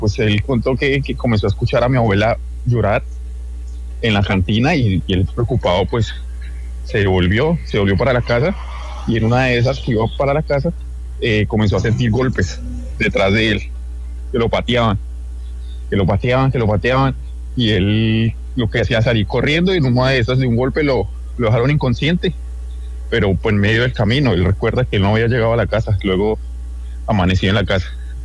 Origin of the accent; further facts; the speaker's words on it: Boyacá, Colombia; Bueno, entonces la tercera historia ya... yo soy de Boyacá.